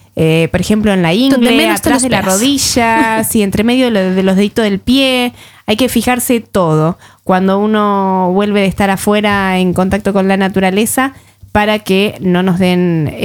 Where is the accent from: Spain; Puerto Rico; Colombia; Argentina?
Argentina; Ahora me puse así como argentina patriota.